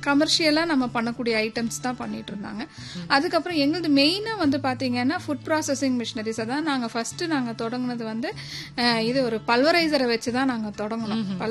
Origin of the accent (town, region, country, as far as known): Coimbatore, Tamil Nadu, India